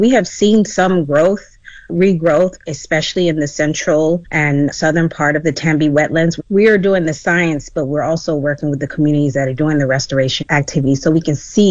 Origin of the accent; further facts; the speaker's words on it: Gambia; born there; I was born in the Gambia. I live in the Gambia. My children are Gambians. My husband is Gambian.